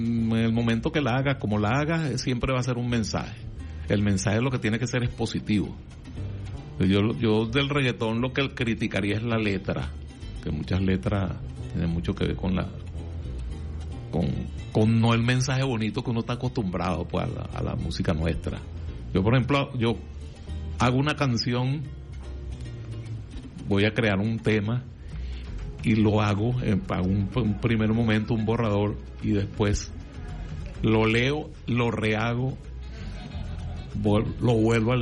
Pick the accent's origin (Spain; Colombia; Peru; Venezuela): Venezuela; Cata, Aragua; born there; moved away; Yo voy una oportunidad para Cata, ¿no? Voy para mi pueblo.